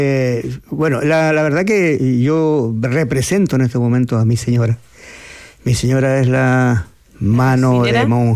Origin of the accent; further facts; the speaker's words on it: San Miguel, Santiago Metropolitan Region, Chile; De San Miguel, sí. Nosotros somos de San Miguel, digamos.